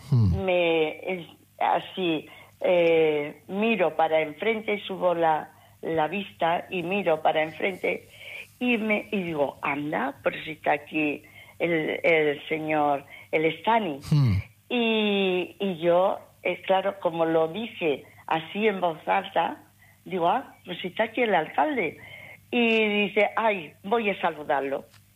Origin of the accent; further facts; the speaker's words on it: Baños de la Encina, Andalusia, Spain; Yo soy de Baños de la Encina.